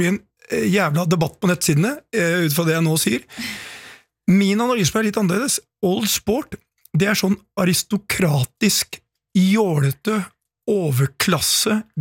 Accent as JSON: {"language": "Norwegian", "town": "Porsgrunn", "region": "Telemark", "country": "Norway", "said": "vi er fra Porsken begge"}